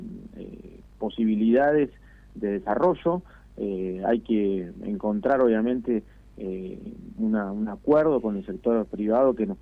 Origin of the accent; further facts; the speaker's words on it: Tierra del Fuego, Argentina; somos fueguinos